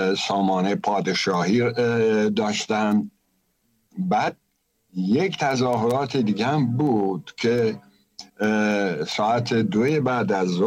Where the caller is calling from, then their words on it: Gothenburg, Västra Götaland, Sweden